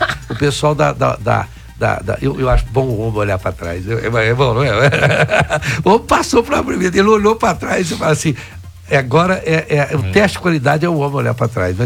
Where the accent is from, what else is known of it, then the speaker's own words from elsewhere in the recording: Brazil; tem me preocupado muito como brasileiro